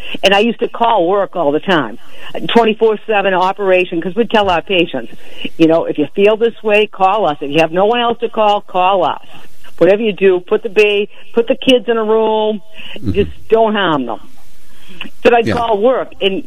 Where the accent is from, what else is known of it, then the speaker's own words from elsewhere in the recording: Boston, Massachusetts, United States; now in Norwell, United States; I grew up in Boston, so I pretty much had no shame. In a large family